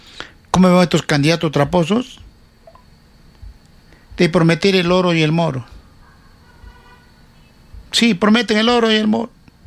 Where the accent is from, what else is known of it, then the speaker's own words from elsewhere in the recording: Cerro Colorado, Arequipa, Peru; born there; now in Uchumayo, Peru; Yo como cerreño de Cerro Colorado, nací en Cerro Colorado